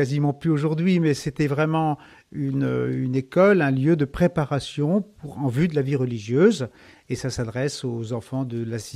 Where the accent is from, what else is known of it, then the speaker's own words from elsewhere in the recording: Lamballe, Brittany, France; born there; moi je suis né en 1962 à Lamballe, dans les Côtes d'Armor.